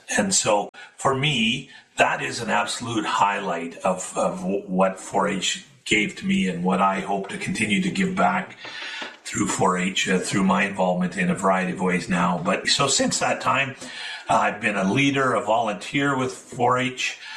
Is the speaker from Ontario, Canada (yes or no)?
yes; Fergus, Ontario, Canada; I grew up just outside of Fergus, Ontario, and grew up on a farm. We had a mixed farming operation.